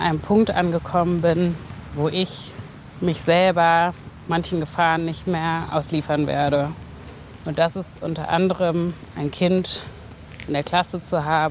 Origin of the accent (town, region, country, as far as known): Germany